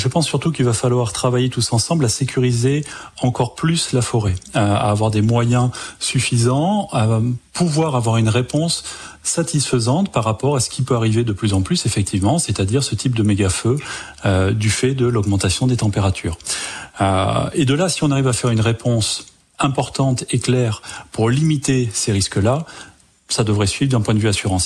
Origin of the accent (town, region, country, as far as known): France